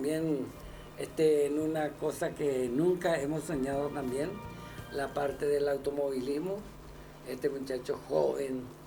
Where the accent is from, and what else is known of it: Paraguay